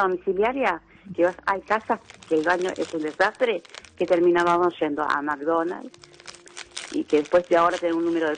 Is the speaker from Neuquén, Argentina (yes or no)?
no; Buenos Aires, Argentina; soy de La Paternal.